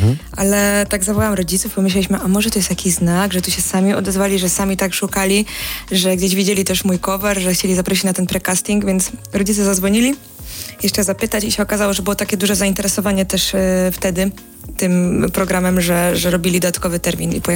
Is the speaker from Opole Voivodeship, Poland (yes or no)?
yes; Krapkowice, Opole Voivodeship, Poland; now in Warsaw, Poland; Ojejku, pewnie. Ja do Krapkowicy czas wracam i jestem pomiędzy Warszawą a Krapkowicami cały czas